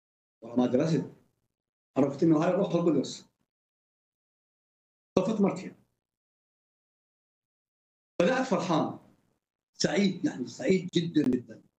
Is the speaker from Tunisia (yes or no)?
no; Iraq; احنا متعلمين عراقيين